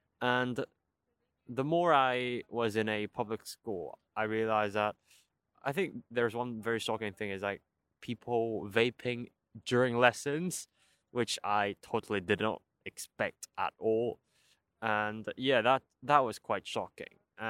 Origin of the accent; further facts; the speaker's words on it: Hong Kong; English is a second language; moved away; And the cultural shock is quite large as well, because as I'm from Hong Kong, the whole way of thinking or our humor or our interests are very different.